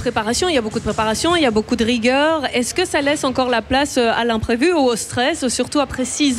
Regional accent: Charleroi, Wallonia, Belgium; moi, je suis Carolo

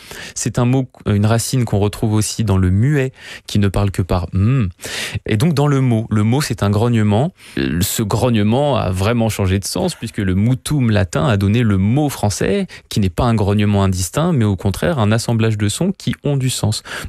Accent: France; moi je suis français

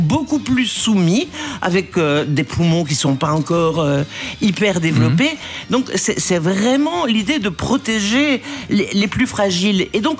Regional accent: Belgium; On dit chez nous en Belgique.

